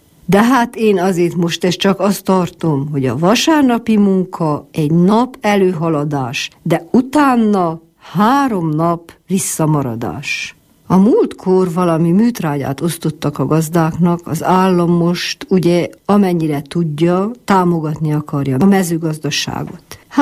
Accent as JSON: {"language": "Hungarian", "town": "Sândominic", "region": "Harghita", "country": "Romania", "tie": "born or raised there", "said": "valahogy így nőttünk fel, így nő fel itt a gyermekes."}